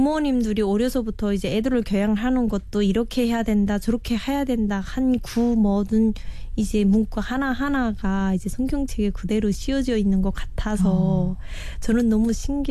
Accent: Kusong, North Pyongan, North Korea; moved away as an adult; also born or lived in China; now in South Korea; 남한 정착 7개월 차 평안북도에서 온

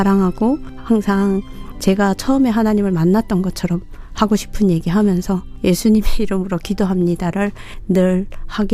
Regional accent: North Korea; now in South Korea

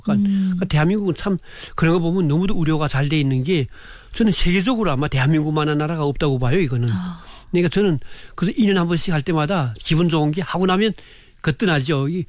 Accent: North Korea; now in South Korea; 근데 우리 탈북자분들이 그런 거 처음에 와서도 무시한 분들 꽤 많아요.

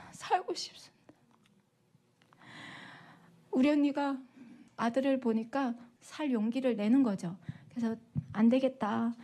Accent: North Korea; 살려주시오. 우리 조선에서 왔습니다. 살려주시오.

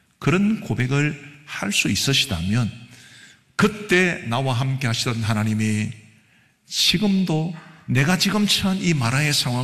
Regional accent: Geochang, South Gyeongsang, South Korea; 제 고향은 경남 거창이고 저희 아버지께서 이제 고향에서 계란 장사를 하셨는데

